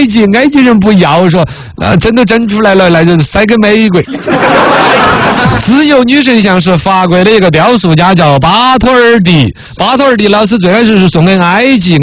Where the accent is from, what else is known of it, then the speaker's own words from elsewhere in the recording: China; 我们中国人